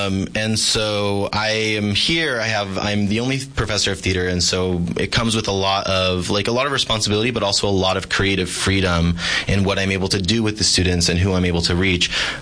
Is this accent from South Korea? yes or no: no; Downey, California, United States; doing productions out in towns like Whittier, near where I grew up in Downey.